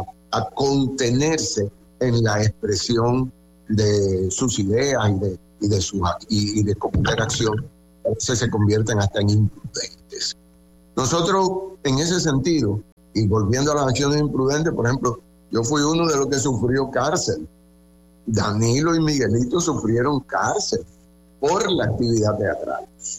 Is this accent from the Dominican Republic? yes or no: yes; Dominican Republic; estábamos documentados, bien documentados como dominicanos